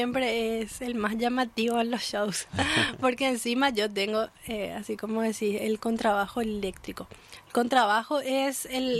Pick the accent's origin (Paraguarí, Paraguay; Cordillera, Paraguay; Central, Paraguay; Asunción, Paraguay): Asunción, Paraguay; Yo soy asunciana, o sea, yo nací en Asunción, pero mi mamá y toda mi familia, aparte de mi mamá, son de Altos, ¿verdad? Específicamente de Itabazá.